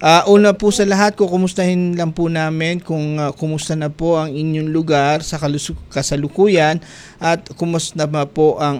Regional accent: Mindanao, Philippines; I'm from Mindanao also

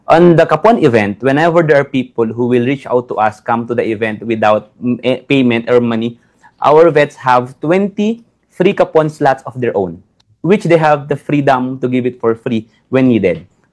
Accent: Gapan City, Central Luzon, Philippines; now in Quezon City, Philippines; We have 1 clinic in my hometown, that's in Gapan City, Nueva Ecija. The other clinic is here in Quezon City.

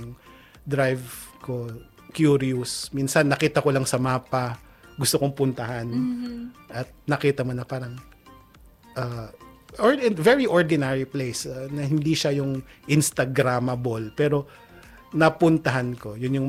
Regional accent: Luzon, Philippines; sa amin sa Luzon

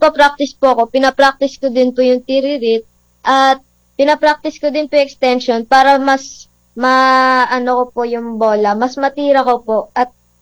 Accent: Meycauayan, Bulacan, Philippines; Mikawayan, Bulacan.

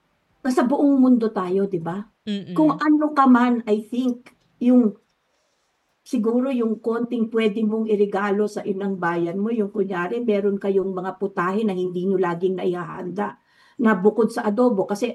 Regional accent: Luzon, Philippines; Napakaganda nating tao at hindi tayo maganda lang kasi taga Luzon ako

